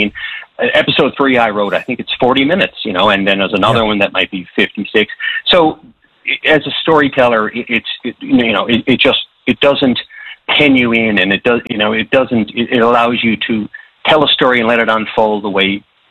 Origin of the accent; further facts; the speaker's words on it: Petty Harbor, Newfoundland and Labrador, Canada; because I'm from Petty Harbor. I'm from that small fishing community, so I really want it to resonate.